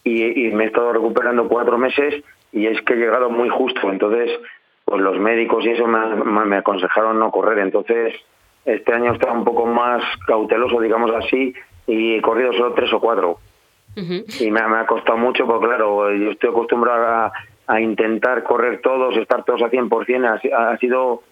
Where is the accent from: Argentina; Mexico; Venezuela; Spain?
Spain; Boecillo, Castile and León; soy de Boecillo, soy de Boecillo de toda la vida y te crecí. Soy 5 generaciones de Boecillo, o sea, mis padres, mis abuelos, mis han sido todos de Boecillo, somos todos de Boecillo